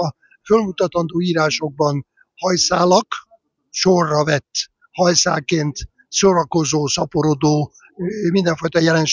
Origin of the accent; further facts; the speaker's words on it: Szeged, Csongrád-Csanád, Hungary; moved away as an adult; Szegednek egy angyalföldre erősen emlékeztető külvárosában, Rókuson nőttem föl, sőt ott éltem 25 éves koromig, még egyetemista koromban is ott éltem